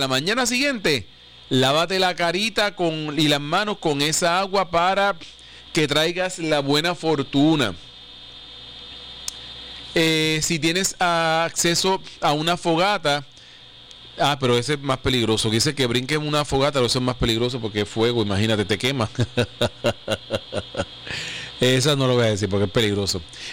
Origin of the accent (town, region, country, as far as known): Puerto Rico